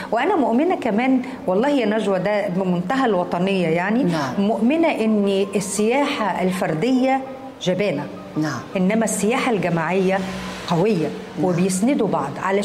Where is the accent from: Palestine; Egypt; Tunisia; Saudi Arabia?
Egypt; إني وشي مصري عربي قوي.